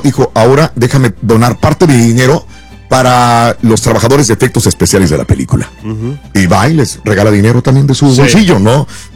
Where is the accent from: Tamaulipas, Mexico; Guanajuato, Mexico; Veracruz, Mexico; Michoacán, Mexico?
Tamaulipas, Mexico; Matamoros; moved away; cuando yo me vine de Matamoros, era de las colonias más populares.